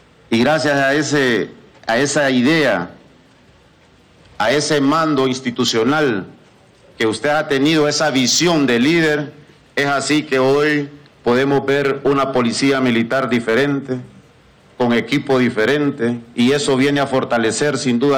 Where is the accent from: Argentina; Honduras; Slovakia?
Honduras; como hondureños siempre hemos soñado